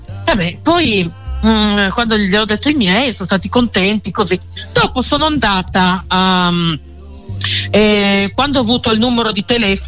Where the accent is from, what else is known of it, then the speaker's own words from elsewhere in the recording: Pordenone, Friuli-Venezia Giulia, Italy; perché sono originario di Pordenone